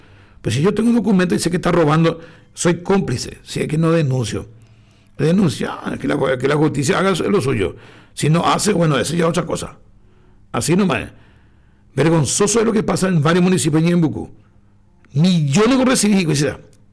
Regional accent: Pilar, Ñeembucú, Paraguay; nosotros que somos de Pilar

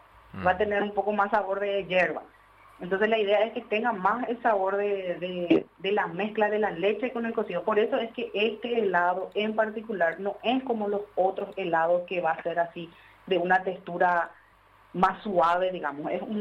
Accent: Coronel Oviedo, Caaguazú, Paraguay; nosotros somos de Coronel Oviedo.

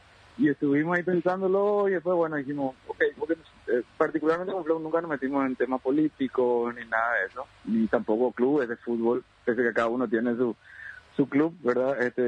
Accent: Paraguay; obviamente somos paraguayos

